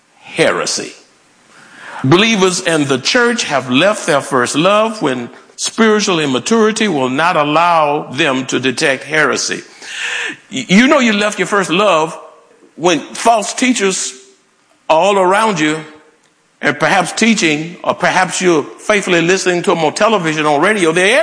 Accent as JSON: {"language": "English", "town": "Houston", "region": "Texas", "country": "United States", "said": "And then I started asking. I said, \"Well, I'm from Houston originally.\""}